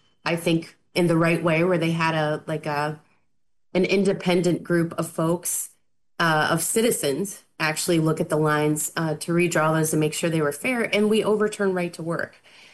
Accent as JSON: {"language": "English", "region": "Ohio", "country": "United States", "tie": "born or raised there", "said": "Ohio, the where I grew up in Northwest Ohio"}